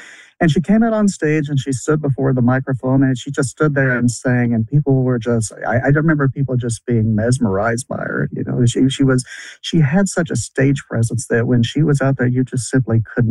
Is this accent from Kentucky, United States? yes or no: yes; Whitesburg, Kentucky, United States; I was 6 years old and I grew up in Whitesburg, Kentucky, which is in the southeastern part of the state. It's a coal mining town. It's about, I think, 160 miles from Sevierville, Tennessee